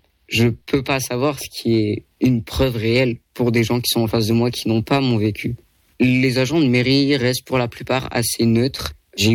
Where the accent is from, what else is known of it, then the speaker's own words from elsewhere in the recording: France; born there; c'est facilité par le fait que je suis français, je suis né en France.